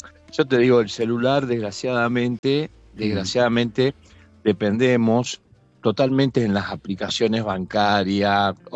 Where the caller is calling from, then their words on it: Córdoba, Argentina; yo te hablo de la ciudad de Córdoba.